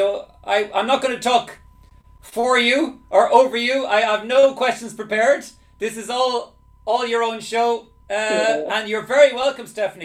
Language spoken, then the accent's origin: English; Ireland; now in Lublin, Poland; I'm from Ireland, as I say, but I live in Poland. I live in Lublin in Poland.